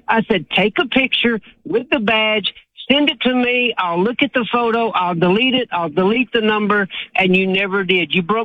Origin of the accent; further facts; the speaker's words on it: Alabama, United States; I've been listening to you since your WVNN days in Athens because I was raised in Northwest Alabama.